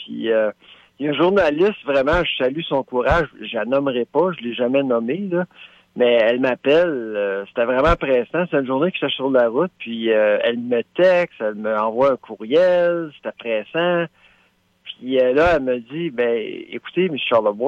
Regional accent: Quebec, Canada; Mais pour moi, en tant que francophone hors Québec, en tant que Québécois hors Québec

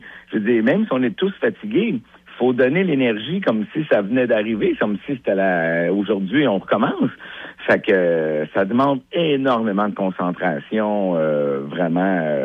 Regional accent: Sainte-Clotilde, Quebec, Canada; born there; also born or lived in Montreal; moi, je viens de Mansou. Je suis né à Montréal, tu sais, mais Sainte-Clotilde, en fait, ma première maison, première demeure à Sainte-Clotilde.

